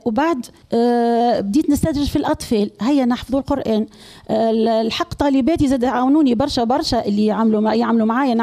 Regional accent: Zaghouan Governorate, Tunisia; now in Zaghouan, Tunisia; أولا أنا بنت المنطقة. نعم. هي مسقط رأسي وحبي الأبدي هي المقرن.

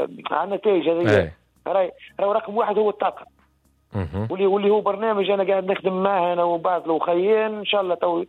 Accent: Tunisia; احنا عندنا في تونس

